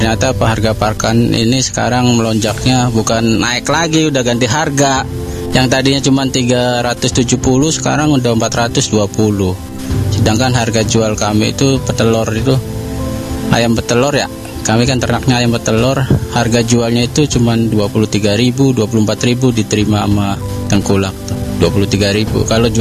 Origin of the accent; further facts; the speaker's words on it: Haurgeulis, West Java, Indonesia; Saya dari Babakan Maja, Mekarjati, Desa Mekarjati, Kecamatan Haurgelis.